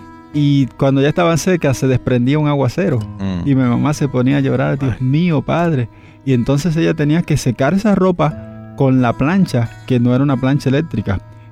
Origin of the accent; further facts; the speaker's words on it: Dominican Republic; moved away; Yo soy originario de la República Dominicana.